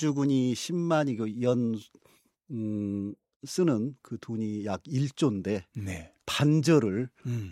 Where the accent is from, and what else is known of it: Wanju, North Jeolla, South Korea; born or raised there